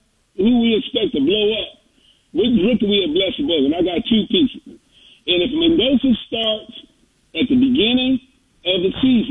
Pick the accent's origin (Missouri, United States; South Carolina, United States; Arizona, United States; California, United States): California, United States; He's in Oakland, man. Okay, ooh, I'm from the Bay.